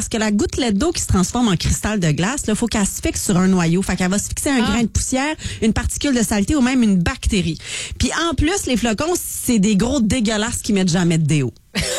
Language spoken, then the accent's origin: French; Val-d'Or, Quebec, Canada; Val-d'Or, chez nous en Abitibi, a reçu sa première petite neige de la saison